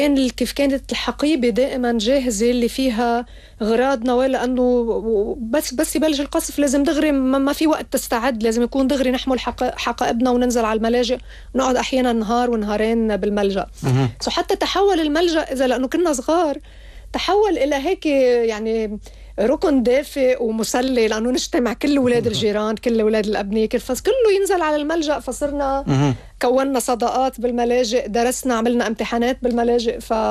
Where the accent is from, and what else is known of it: Lebanon; moved away